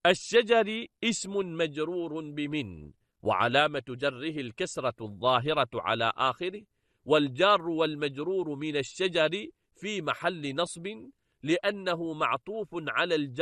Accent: Oman; واللغتان مستعملتان عندنا في عمان.

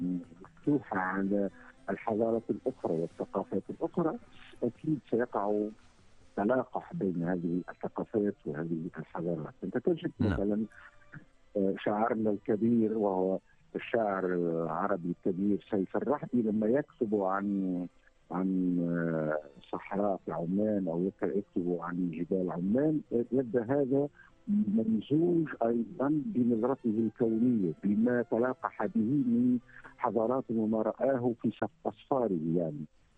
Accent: Gafsa, Gafsa Governorate, Tunisia; وأنا ابن الجنوب التونسي بمدينة قفصة، مدينة دفة أساساً، دفة هكذا نقول، وهي مدينة عريقة

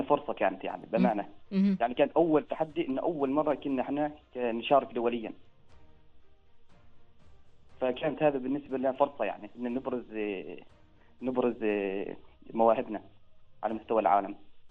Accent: Oman

